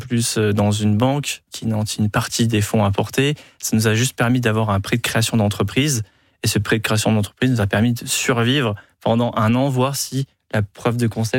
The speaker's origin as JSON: {"language": "French", "town": "Bordeaux", "region": "Nouvelle-Aquitaine", "country": "France", "said": "Moi, je viens de Bordeaux, donc c'est la région."}